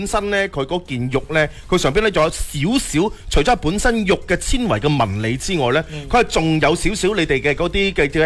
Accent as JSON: {"language": "Cantonese", "region": "Guangdong", "country": "China", "said": "我哋廣東人"}